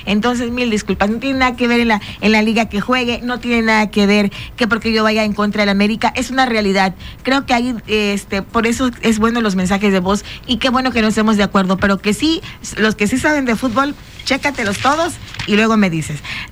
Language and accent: Spanish; Mexico; todos somos los mexicanos y somos 130 millones de mexicanos.